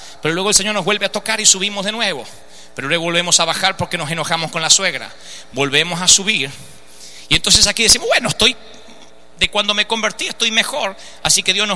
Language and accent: Spanish; Argentina; yo soy argentino